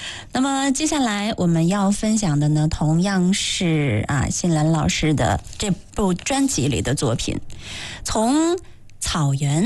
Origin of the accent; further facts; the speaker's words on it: Hulunbuir, Inner Mongolia, China; 我们的家乡呼伦贝尔越冷越热情